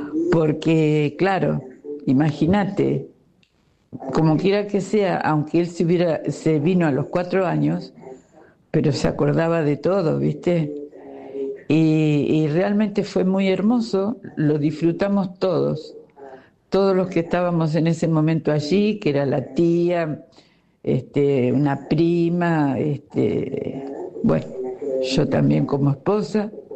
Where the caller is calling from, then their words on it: Bahía Blanca, Buenos Aires Province, Argentina; de Bahía Blanca.